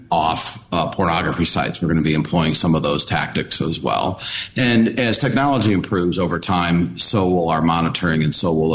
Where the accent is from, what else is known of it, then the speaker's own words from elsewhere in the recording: Lake County, Indiana, United States; I'm from Lake County